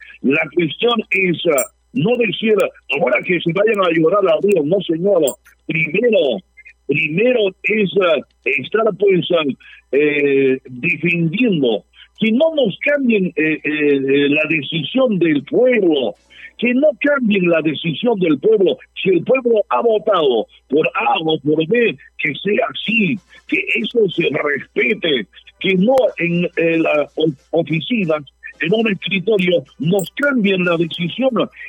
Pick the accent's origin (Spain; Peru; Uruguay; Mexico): Peru; soy peruano.